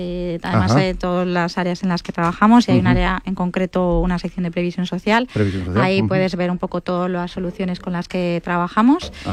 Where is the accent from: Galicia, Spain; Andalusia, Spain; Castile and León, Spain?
Galicia, Spain; Vigo; born there; now in Madrid, Spain; nací en Vigo, pero llevo ya 30 años viviendo en Madrid.